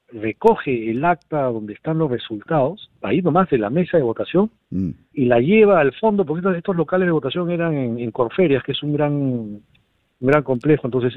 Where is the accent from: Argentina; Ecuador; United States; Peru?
Peru; como en el Perú hacemos